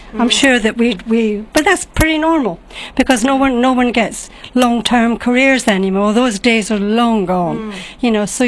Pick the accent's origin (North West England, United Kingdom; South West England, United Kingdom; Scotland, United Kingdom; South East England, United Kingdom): Scotland, United Kingdom; Glasgow; now in London, United Kingdom; I mean, I came down from Glasgow, which is quite a small city compared to London.